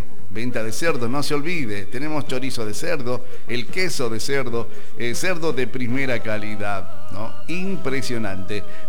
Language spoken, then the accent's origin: Spanish; Argentina; Y nosotros somos los argentinos.